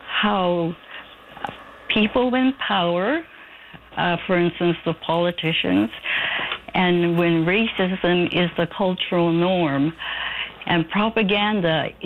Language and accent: English; Prince Rupert, British Columbia, Canada; born there; also born or lived in Steveston; Lo and behold, I arrived prematurely, and that's why I was born in Prince Rupert.